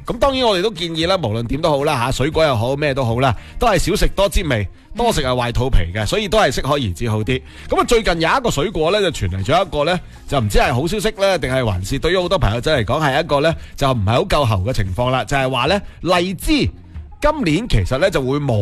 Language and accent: Cantonese; Guangdong, China; 我哋广东人